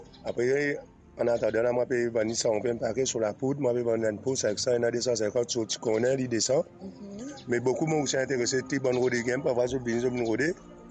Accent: Rodrigues, Mauritius; je viens de famille, je viens de Rodrigue, je téléphone

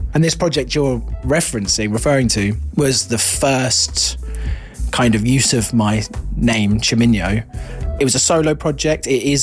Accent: New Forest, South East England, United Kingdom; born or raised there; moved away as an adult; now in London, United Kingdom

